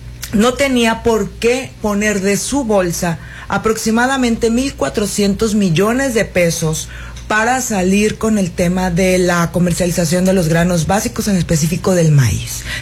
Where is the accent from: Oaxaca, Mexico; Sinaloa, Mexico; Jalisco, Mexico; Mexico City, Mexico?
Sinaloa, Mexico; también aquí en Sinaloa